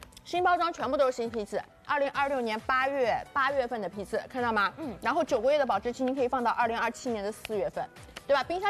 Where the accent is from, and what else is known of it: Shanghai, China